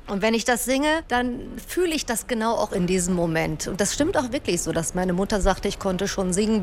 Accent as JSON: {"language": "German", "town": "Duisburg", "region": "North Rhine-Westphalia", "country": "Germany", "said": "Ich komme aus Duisburg, also aus der wirklich hier vom Niederrhein."}